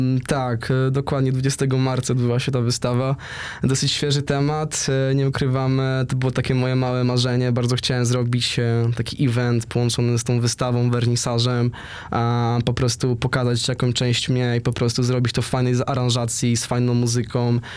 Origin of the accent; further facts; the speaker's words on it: United Kingdom; No przez pewien okres wychowywałem się właśnie w UK.